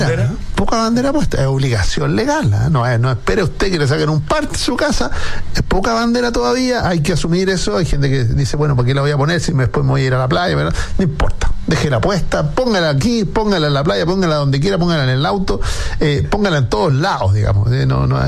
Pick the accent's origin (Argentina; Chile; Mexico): Chile; por lo tanto, somos todos chilenos.